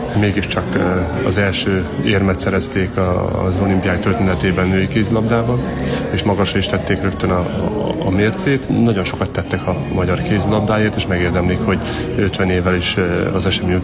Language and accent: Hungarian; Transylvania, Romania; mert nekem már sikerült magyarként, a erdélyi magyarként a magyar válogatottban játszani